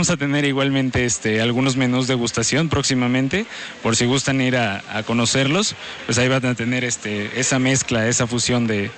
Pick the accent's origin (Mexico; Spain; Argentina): Mexico; Veracruz; now in Puebla, Mexico; Yo originariamente soy de Veracruz, pero ya llevo 10 años viviendo aquí en Puebla.